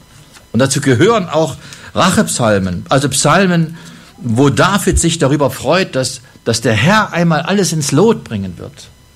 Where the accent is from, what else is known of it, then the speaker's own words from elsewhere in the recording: Jena, Thuringia, Germany; Und in meiner Nähe gibt es die Saaletalsperren, wo ich aufgewachsen bin in Jena.